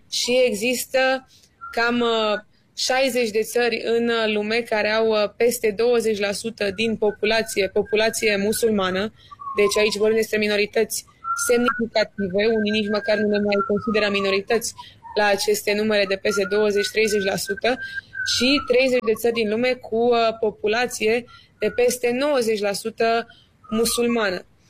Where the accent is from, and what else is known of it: Romania